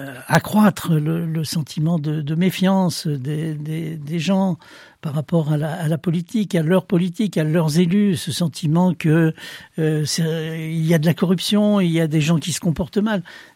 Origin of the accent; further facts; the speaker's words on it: Saint-Étienne, Auvergne-Rhône-Alpes, France; je suis stéphanois, j'ai mal pour ma ville